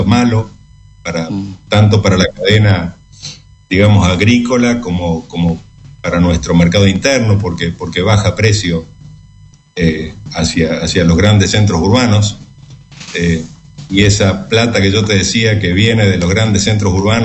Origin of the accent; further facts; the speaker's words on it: Corrientes, Argentina; Que somos profundamente correntinos.